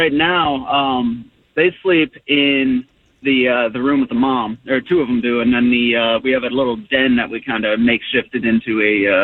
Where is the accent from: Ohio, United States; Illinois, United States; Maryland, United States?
Maryland, United States; Annapolis; I'm from Annapolis.